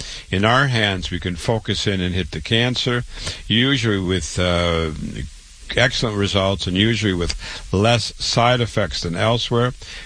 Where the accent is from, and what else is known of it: Waterloo, Iowa, United States; born or raised there